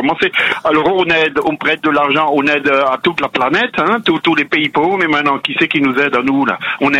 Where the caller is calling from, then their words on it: Grand Est, France; D'Ildac, à côté de Mulhouse.